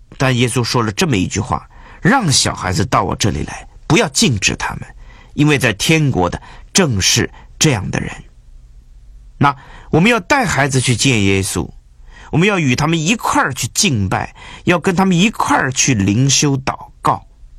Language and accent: Chinese; China; 我们中国人比较含蓄